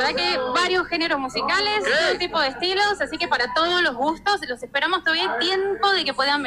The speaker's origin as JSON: {"language": "Spanish", "country": "Uruguay", "also_born_or_lived": "Tuxtla Gutiérrez, Chiapas, Mexico", "moved": "yes", "lives_now": "Querétaro, Mexico", "said": "Yo soy la uruguaya"}